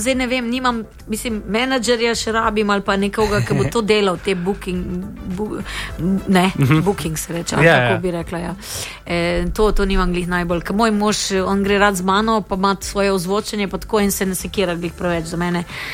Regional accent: Styria, Slovenia; Seveda, sem pa Štajerka.

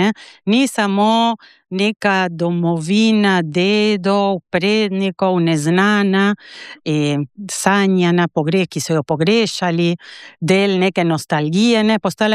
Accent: Argentina

